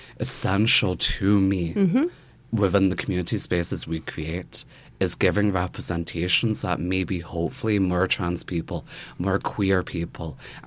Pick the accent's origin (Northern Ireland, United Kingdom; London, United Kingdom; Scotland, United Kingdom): Northern Ireland, United Kingdom; Belfast; growing up in Belfast and growing up when I did